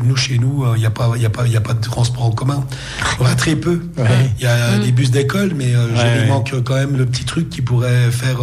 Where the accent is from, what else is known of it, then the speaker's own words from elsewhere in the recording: Nancy, Grand Est, France; moi, je viens de la ville, hein, je suis de Nancy, j'ai habité tantôt à Nancy, tantôt à Laxou